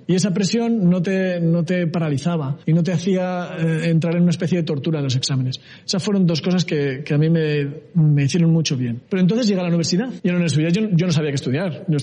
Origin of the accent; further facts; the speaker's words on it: Logroño, La Rioja, Spain; no había informática en Logroño, de donde yo soy